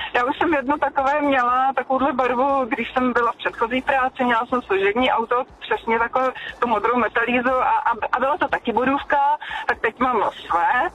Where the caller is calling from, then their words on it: Plzeň, Plzeň Region, Czechia; my jsme Plzeňáci a jedu z Plzně města do okresu Plzeň v sever